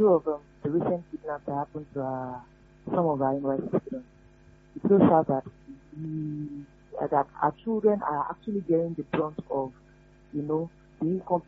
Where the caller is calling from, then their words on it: Ibadan, Oyo, Nigeria; I'm calling from Bodija.